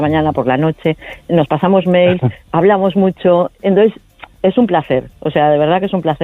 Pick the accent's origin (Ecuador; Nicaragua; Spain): Spain; Barcelona, Catalonia; Y eso que soy de Barcelona.